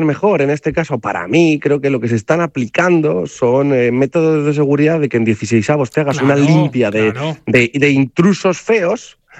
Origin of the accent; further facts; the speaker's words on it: Spain; tenemos un pequeño problema como españoles